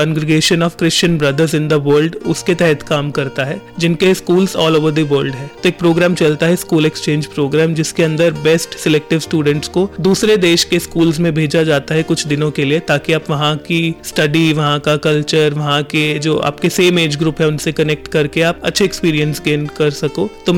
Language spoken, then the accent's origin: Hindi; Punjab, India; क्योंकि मैं भी पंजाब प्रांत से हूँ